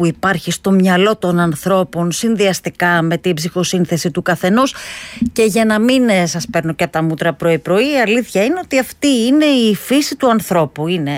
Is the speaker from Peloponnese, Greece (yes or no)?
yes; Peloponnese, Greece; moved away; σπίτσιλες που λένε και στο χωριό μου, εκεί στους πρόποδες του Ταϊγέτου, έτσι το λέμε.